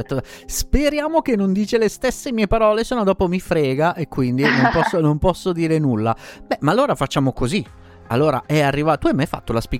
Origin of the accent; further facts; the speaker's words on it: Calabria, Italy; anch'io sono terrone come te, quindi io provengo dalla Calabria, pure noi.